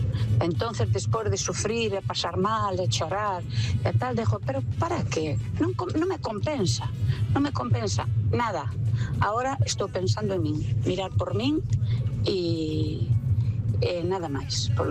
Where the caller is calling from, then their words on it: Pontevedra, Galicia, Spain; de Pontevedra